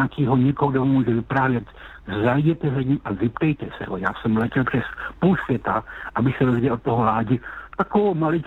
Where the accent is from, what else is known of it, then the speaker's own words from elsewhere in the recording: Lysá nad Labem, Central Bohemian Region, Czechia; Já jsem z Lise nad Labem. A kdo ví, tak kousek od Lise nad Labem je s tou Milovice.